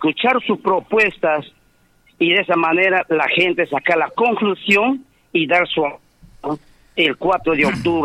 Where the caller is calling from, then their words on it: La Banda de Shilcayo, San Martín, Peru; de Flor de la Molina, de la banda de Chilcayo.